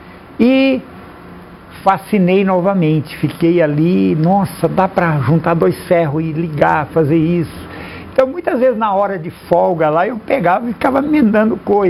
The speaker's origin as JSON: {"language": "Portuguese", "town": "Santa Albertina", "region": "São Paulo", "country": "Brazil", "tie": "born or raised there", "said": "Eu nasci em Santa Albertina e bem na divisa ali de Minas Gerais, do Rio Grande."}